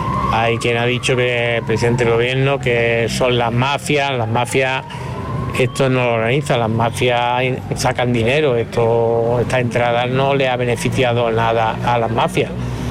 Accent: Ceuta, Spain; yo soy de Ceuta, de aquí toda la vida, he nacido aquí.

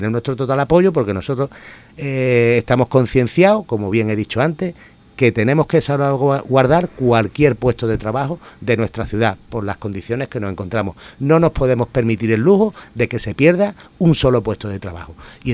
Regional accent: Ceuta, Spain; yo soy de Ceuta y recuerdo la Almadraba

